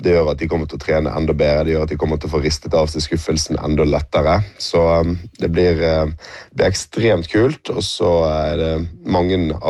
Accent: Bergen, Vestland, Norway; og da er man stolt som bergenser også.

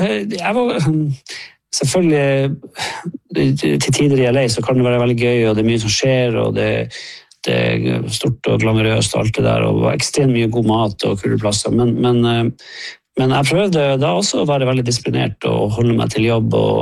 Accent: Finnmark, Norway; moved away; jeg veldig glad i å dra hjem, og vi har hus i Langfjorden

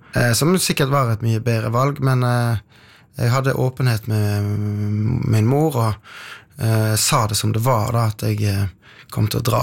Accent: Odda, Vestland, Norway; moved away; så jeg hadde ikke dette her i Jehovas vitne sløret bak, hengende bak meg, som hjemme i Odda.

